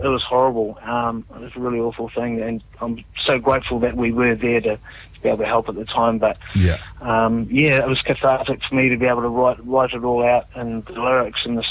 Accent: Eltham, Taranaki, New Zealand; moved away; also born or lived in Urenui; I grew up in Uranui and Eltham.

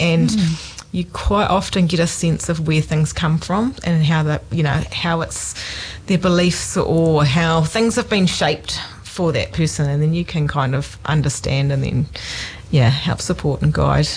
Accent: Doubtless Bay, Northland, New Zealand; moved away as an adult; also born or lived in Kaitaia / Auckland; now in Taranaki, New Zealand; my family are originally from down here, but they moved away and I was born in Kaitaia grew up in Doubtless Bay in Northland.

